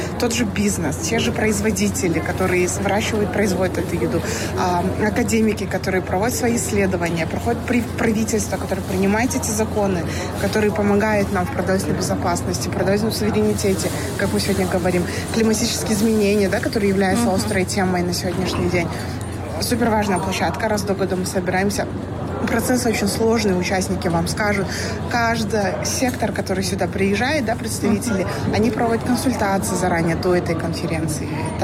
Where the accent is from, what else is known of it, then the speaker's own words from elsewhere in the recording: Kyrgyzstan; Я приехала из Кыргызстана.